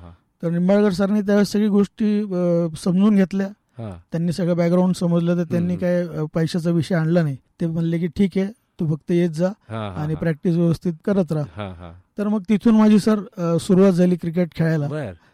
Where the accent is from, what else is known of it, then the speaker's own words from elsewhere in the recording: Bhingar, Maharashtra, India; मी राहायला, माझं बालपण बिंगारमध्ये गेलं, गल्लीमध्ये।